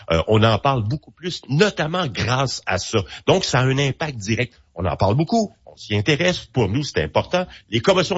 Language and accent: French; Quebec, Canada; c'est la maladie ou le problème de santé le plus médiatisé chez nous au Québec